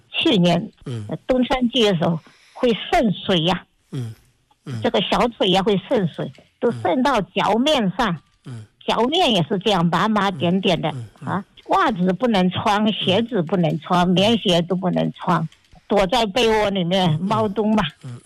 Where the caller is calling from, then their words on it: Fuzhou, Fujian, China; 我是福建省福州市。